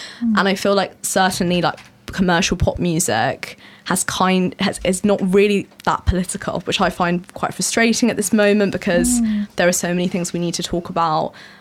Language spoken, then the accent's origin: English; Brighton, South East England, United Kingdom; I grew up in Brighton